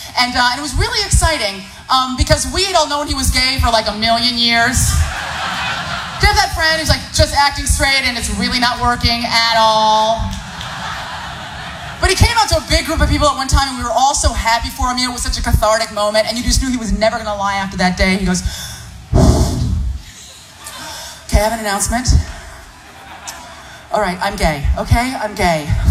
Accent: San Francisco, California, United States; I love gay people. I grew up in San Francisco. It's like a rule.

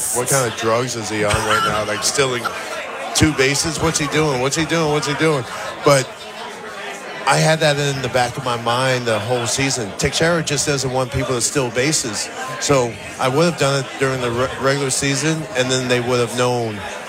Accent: Orlando, Florida, United States; also born or lived in Kansas; Like, I grew up in Orlando, went to Tinker Field

